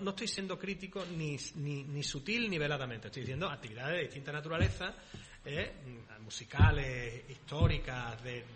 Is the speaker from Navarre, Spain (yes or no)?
yes; Pamplona, Navarre, Spain; Y hoy la forma que yo tengo de ser español es ser andaluz. Yo que soy